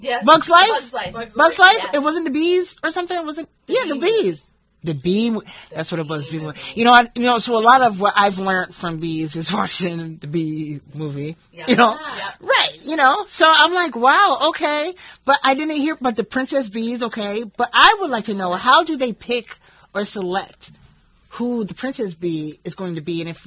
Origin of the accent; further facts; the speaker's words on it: Springfield, Massachusetts, United States; I'm from Springfield. You know, the 413, you heard?